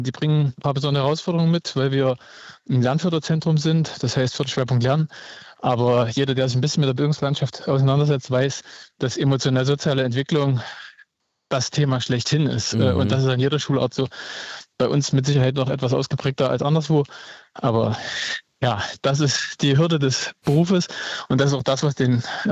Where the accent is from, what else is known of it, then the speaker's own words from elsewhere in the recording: Thuringia, Germany; Ich bin Thüringer.